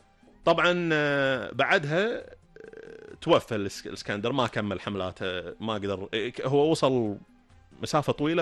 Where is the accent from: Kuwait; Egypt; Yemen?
Kuwait; عايشين هنا عندنا بالكويت